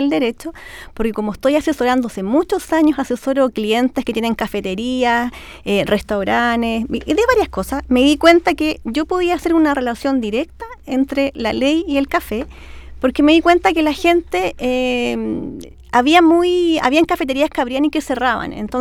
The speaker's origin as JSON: {"language": "Spanish", "town": "Concepción", "region": "Biobío", "country": "Chile", "tie": "born there", "moved": "as an adult", "lives_now": "Santiago, Chile", "said": "En Concepción, casi toda mi carrera la he ejercido acá en Santiago. O sea, en Concepción yo nací, me vine a los 23, me vine para acá. Así que soy muy santiaguina. Santiaguinizada total, pero mantengo mi"}